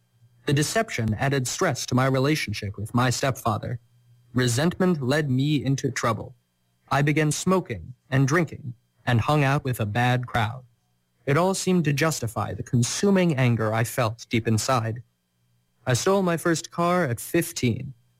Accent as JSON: {"language": "English", "town": "Windsor", "region": "Ontario", "country": "Canada", "tie": "born there", "said": "I was born in Windsor, Ontario, in Canada."}